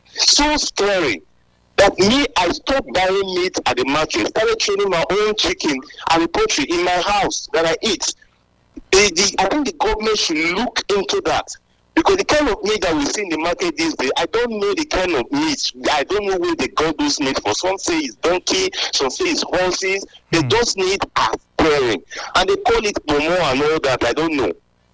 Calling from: Ugo, Edo, Nigeria; I'm calling from Ugo.

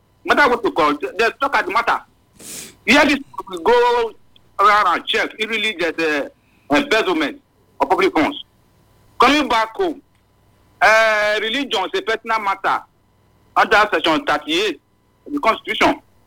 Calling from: Nigeria; I'm calling from Warake, Nawahi.

